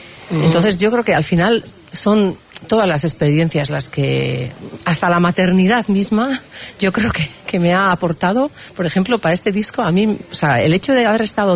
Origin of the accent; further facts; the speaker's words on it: Basque Country, Spain; Yo creo que soy muy euskaldun, pero ¿cómo voy a renegar de mis raíces castellanas? Es que me siento castellana también, sí.